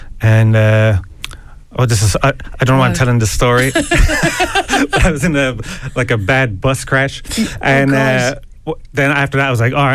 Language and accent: English; Tralee, County Kerry, Ireland; I used to think, because I'm from Kerry.